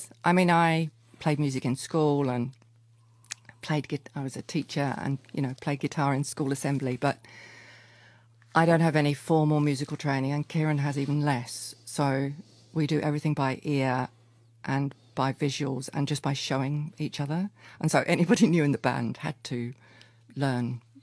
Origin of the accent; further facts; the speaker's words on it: Ely, East of England, United Kingdom; born or raised there